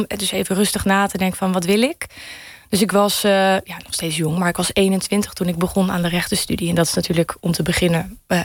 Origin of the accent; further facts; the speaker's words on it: Apeldoorn, Gelderland, Netherlands; Geboren en getogen in Apeldoorn.